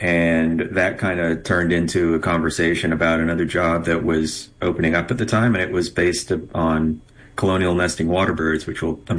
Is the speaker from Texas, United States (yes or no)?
yes; Clear Lake, Texas, United States; also born or lived in Brighton, England; now in Corpus Christi, United States; And I migrated here while I was quite young. My family had moved here, and I grew up near Clear Lake, basically between Houston and Galveston area.